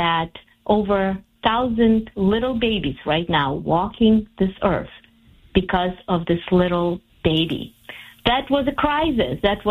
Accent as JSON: {"language": "English", "country": "Ukraine", "second_language": "English", "said": "When I went back, I realized that my home country is pretty much women doing abortion as a method of prevention pregnancy."}